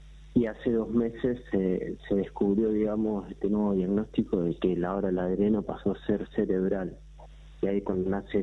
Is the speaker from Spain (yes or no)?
no; Marcos Juárez, Córdoba, Argentina; born there; now in Leones, Argentina; Yo nací en Marco Juárez y vivo ahora en Leones.